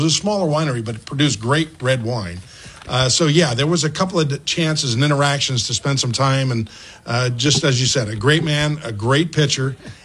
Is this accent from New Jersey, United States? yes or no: yes; New Jersey, United States; growing up in New Jersey, right south of New York City, he always picked Tom Seaver.